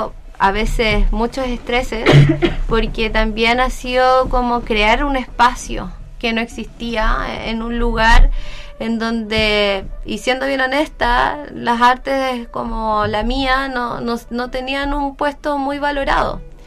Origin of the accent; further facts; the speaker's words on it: Antofagasta, Chile; moved away; Yo soy antofagastina.